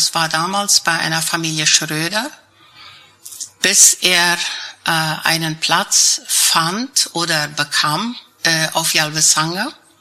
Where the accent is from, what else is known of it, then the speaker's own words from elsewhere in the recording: Boquerón, Paraguay; also born or lived in Neuland Colony, Paraguay; Deshalb bin ich in Neuland geboren. Bin dann nachher auf Laguna Porá aufgewachsen mit meinen 5 anderen Geschwistern.